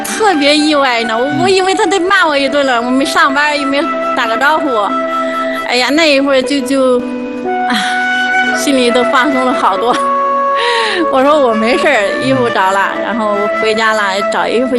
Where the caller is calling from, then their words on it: Henan, China; 他的声音和我们河南人说话不一样嘛